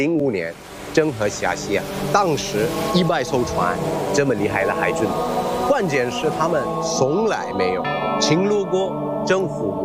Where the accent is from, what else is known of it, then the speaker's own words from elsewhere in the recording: Galle, Southern Province, Sri Lanka; Chinese is a second language; 这是我的故乡嘉禾，600年前郑和来到的嘉禾。